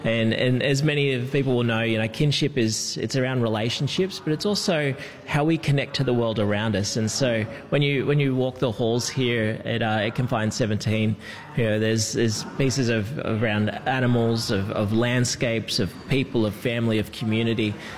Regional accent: Victoria, Australia; So I'm connected to the Wemba Wemba, Jedawed Jali, Wurugai and Gunditjmara Nation, so Western Victorian, and from New Island Province through my father in Papua New Guinea.

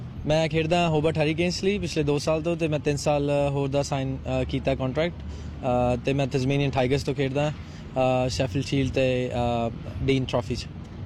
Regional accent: Ludhiana, Punjab, India; moved away as an adult; now in Australia; ਮੈਂ ਲੁਧਿਆਣਾ ਸ਼ਹਿਰ ਪਿੰਡ ਘੋੜਾ ਅਤੇ ਓਬਵੀਅਸਲੀ ਪੰਜਾਬ ਦੇ ਹਾਂ।

